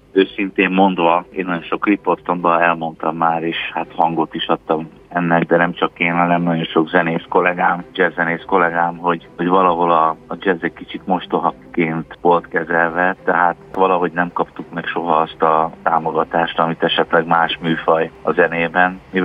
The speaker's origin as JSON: {"language": "Hungarian", "country": "Hungary", "said": "Magyarországról jövök"}